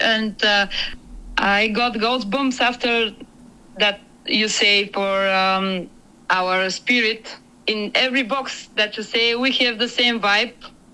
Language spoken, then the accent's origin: English; Varna, Varna Province, Bulgaria; now in Plovdiv, Bulgaria; I'm from Varna, Bulgaria, but now I live in Plovdiv. Plovdiv is in the middle of Bulgaria.